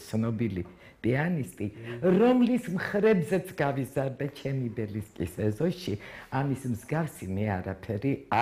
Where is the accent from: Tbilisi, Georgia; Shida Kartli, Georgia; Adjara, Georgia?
Tbilisi, Georgia; მრავალუბნელი ვარ. დავიბადე ბელინსკის ქუჩაზე. 22 ნომერში.